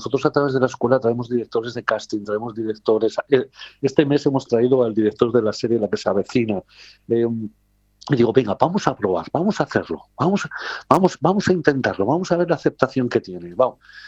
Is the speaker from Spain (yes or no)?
yes; Santander, Cantabria, Spain; moved away; also born or lived in Madrid / Canary Islands